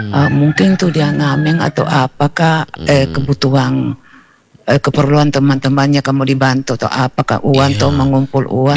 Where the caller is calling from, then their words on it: Makassar, South Sulawesi, Indonesia; Kita juga sebagai orang Makassar, Bugis Makassar